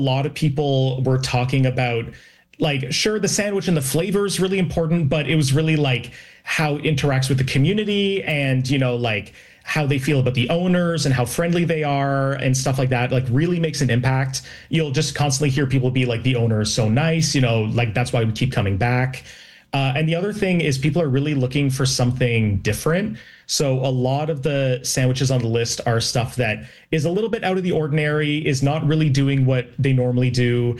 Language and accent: English; Toronto, Ontario, Canada; I'm from Toronto